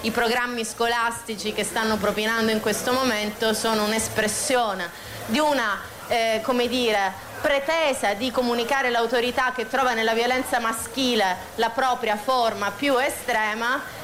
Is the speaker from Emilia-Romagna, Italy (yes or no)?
yes; Bologna, Emilia-Romagna, Italy; io vengo da Bologna